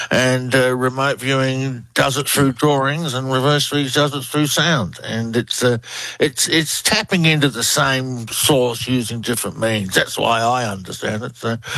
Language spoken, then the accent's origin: English; Australia